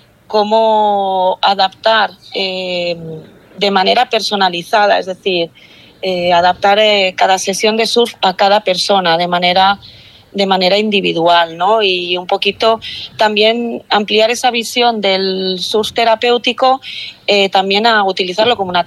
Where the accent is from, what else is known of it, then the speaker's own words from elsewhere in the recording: Asturias, Spain; Te hablo en castellano porque soy asturiana